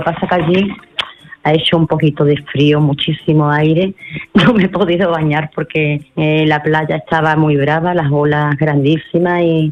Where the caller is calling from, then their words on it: Seville, Andalusia, Spain; Hola, buenas noches, Manolo … de Sevilla.